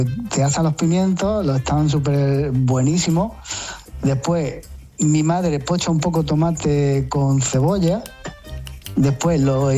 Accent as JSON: {"language": "Spanish", "town": "Pozo Alcón", "region": "Andalusia", "country": "Spain", "tie": "born or raised there", "said": "Mi mujer, cuando vamos a mi pueblo, Pozalcón, flipa con la ensalada."}